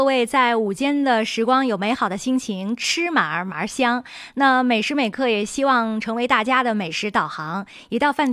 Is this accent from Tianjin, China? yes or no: no; Xinjiang, China; 咱们新疆人喜欢抓饭